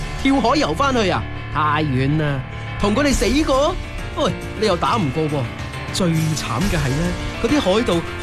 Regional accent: Guangdong, China; 我哋广东人好务实、好拼搏嘅精神。

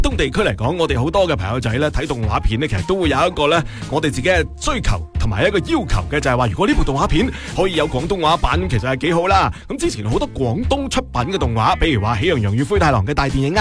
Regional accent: Guangdong, China; 我哋广东人自然都要享受一下嘅

